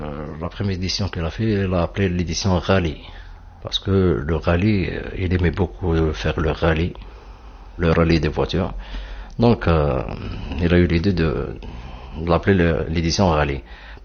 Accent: Tlemcen, Tlemcen Province, Algeria; born there; Là, actuellement, on est à Tlemcen, ma ville natale, celle de mon père et des grands-pères. Tlemcen, voilà, c'est en fait la frontière du Maroc.

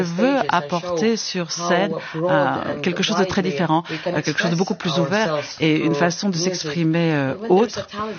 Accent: Finland; Je suis ukrainienne, comme vous l'avez dit, mais c'est vrai que j'ai vécu toute ma vie en Finlande.

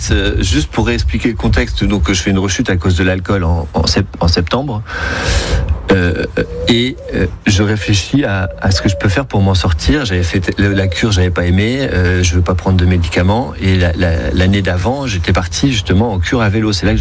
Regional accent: Barcelona, Catalonia, Spain; moved away; vu que j'ai grandi à Barcelone

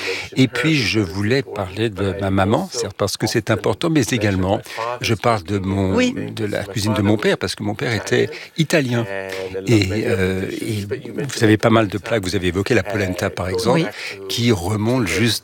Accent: Jerusalem, Jerusalem District, Israel; Parce que j'ai grandi à Jérusalem et chaque culture avait sa propre tradition, sa propre recette de kefta, de boulettes.

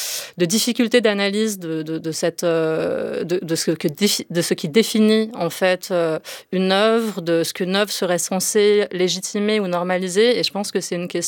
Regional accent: France; Moi, je suis française, je suis une productrice française.

